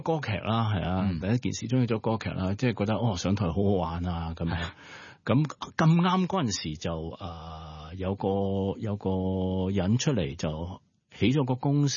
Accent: Malaysia; 咁語言，尤其是我哋馬來西亞人，即係由細到大都講咗四五種啦。

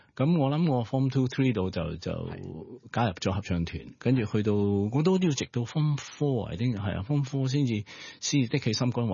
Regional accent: Malaysia; 咁語言，尤其是我哋馬來西亞人，即係由細到大都講咗四五種啦。

